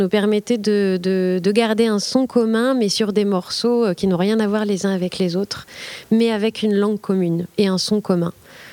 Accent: Normandy, France; je viens de Normandie. Quand j'étais ado, j'étais allée à la bibliothèque de la ville où j'ai grandi

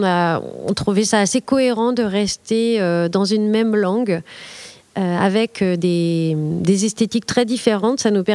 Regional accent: Normandy, France; je viens de Normandie. Quand j'étais ado, j'étais allée à la bibliothèque de la ville où j'ai grandi

